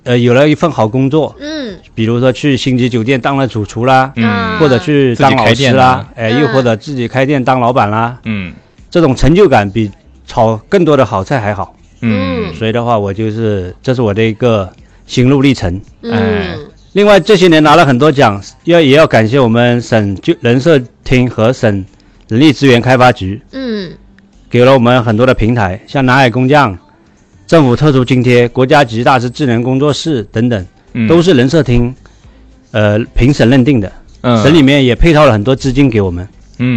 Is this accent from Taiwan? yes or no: no; Yangzhou, Jiangsu, China; moved away as an adult; now in Hainan, China; 因为我老家是江苏扬州的。